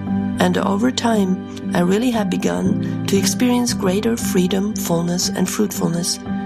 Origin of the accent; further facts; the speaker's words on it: Germany; from Germany.